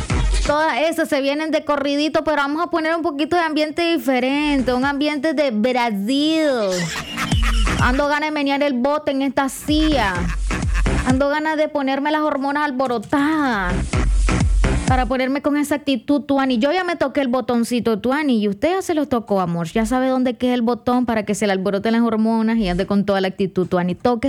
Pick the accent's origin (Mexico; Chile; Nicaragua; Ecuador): Nicaragua; Yo sé que somos nicas, no conocemos la puntualidad